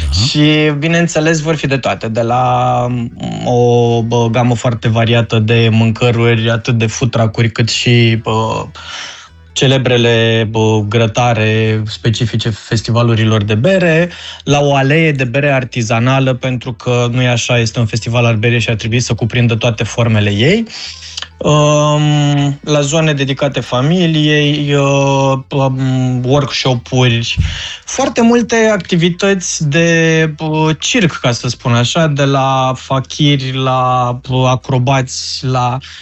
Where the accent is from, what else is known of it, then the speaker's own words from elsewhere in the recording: Focșani, Vrancea County, Romania; also born or lived in Bucharest; now in Timișoara, Romania; eu de fapt sunt din Focșani-Vrancea, deci din patria vinului.